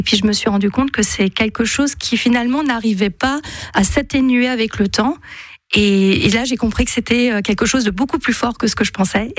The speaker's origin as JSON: {"language": "French", "region": "Grand Est", "country": "France", "tie": "born or raised there", "said": "Je suis originaire du Haut-Rhin."}